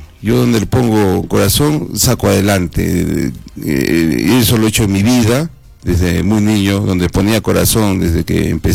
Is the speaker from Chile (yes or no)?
no; Cerro Colorado, Arequipa, Peru; Yo soy un arequipeño nato, he nacido aquí en Cerro Colorado, amo Arequipa